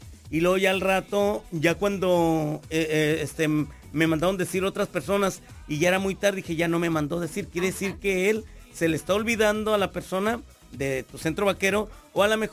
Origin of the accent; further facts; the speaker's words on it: Zacapu, Michoacán, Mexico; Michoacán. Mis paisanos.